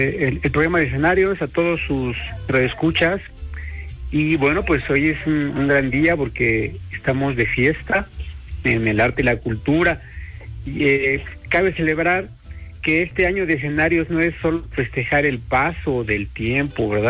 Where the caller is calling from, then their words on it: Puebla, Mexico; nuestra identidad como poblanos